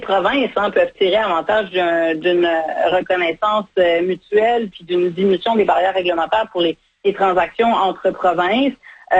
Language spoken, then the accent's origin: French; Quebec, Canada; Un dentiste, par exemple, qui serait formé chez vous, Manitoba, pourrait travailler, par exemple, chez nous, au Québec.